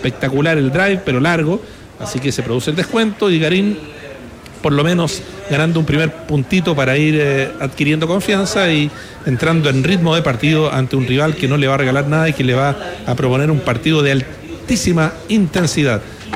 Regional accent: Chile; digamos, como decimos en Chile, ¿no?

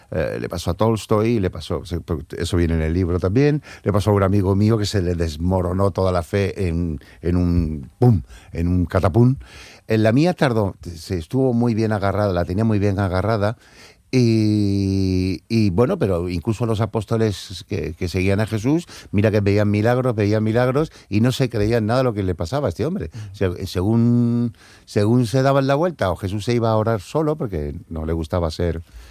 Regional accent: Cádiz, Andalusia, Spain; Entonces yo quise recordarle a Cádiz que yo seguía siendo gaditano, que yo seguía llevando a Cádiz en el corazón

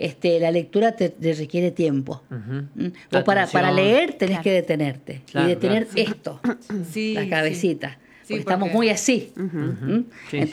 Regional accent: Argentina; cómo somos los argentinos.

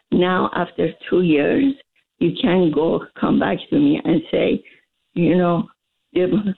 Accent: Turkey; now in United States; Yes, Turkey.

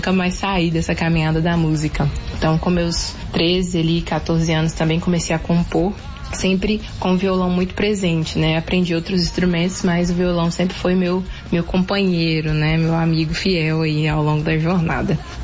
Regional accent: Belo Horizonte, Minas Gerais, Brazil; now in Marajó, Brazil; Eu sou de BH, morava em BH até então, e me direcionar a um campo missionário. Foi assim que eu parei aqui no Marajó.

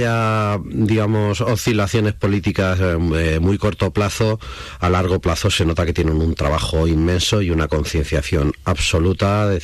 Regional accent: Puertollano, Castilla-La Mancha, Spain; te decían de dónde eres, y cuando decías de Puerto Llano decían, es que hay mucho hidrógeno.

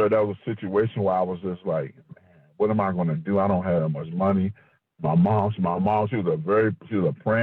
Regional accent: Hampton, Virginia, United States; moved away as an adult; also born or lived in Raleigh, North Carolina; I'm originally from Hampton, Virginia.

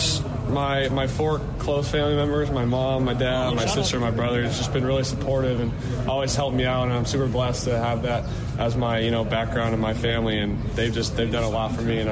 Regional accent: California, United States; Yeah, big game for me coming back home, my hometown.

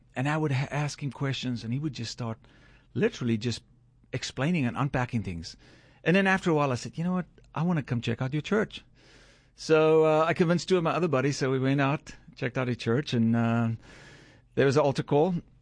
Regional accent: Kirkwood, Eastern Cape, South Africa; Yeah, South Africa. So, I grew up in South Africa in a small town called Kirkwood. It's about an hour away from Port Elizabeth.

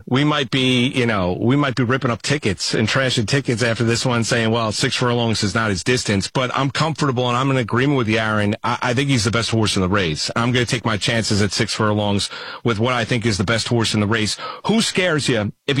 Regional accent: East Coast, United States; I grew up on the East Coast. I didn't grow up out in Southern California.

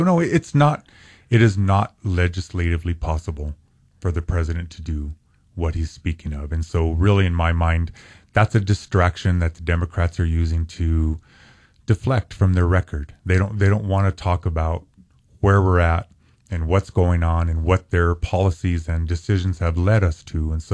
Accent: New Mexico, United States; I was born and raised in New Mexico. I live in New Mexico. My children live in New Mexico. My grandchildren live in New Mexico.

